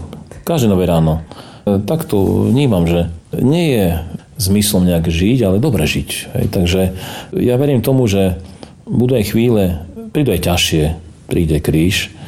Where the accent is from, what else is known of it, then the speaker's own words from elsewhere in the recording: Prešov Region, Slovakia; accent: Šariš dialect; aj ja mám také obľúbené nárečové slova šariské.